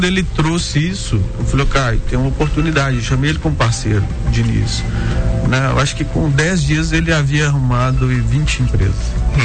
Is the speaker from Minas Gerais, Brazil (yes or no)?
yes; Minas Gerais, Brazil; Eu sou daqui, né? … sou nascido e criado aqui na região do Vale do Aço.